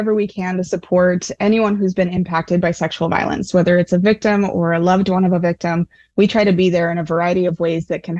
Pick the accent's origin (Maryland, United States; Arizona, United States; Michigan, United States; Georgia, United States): Arizona, United States; Phoenix; moved away as an adult; now in Tucson, United States; I'm actually born and raised in Phoenix, so not too far away from here. I moved out here after high school to become a Wildcat and go to the U